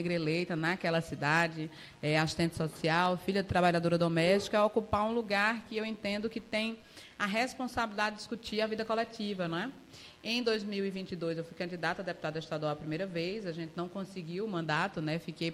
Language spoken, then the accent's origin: Portuguese; Campina Grande, Paraíba, Brazil; Sou nascida e criada em Campina Grande, na Feira Central, ali nas imediações do IZEA, da FIEP, naquele miolo ali de fermentação da Feira Central.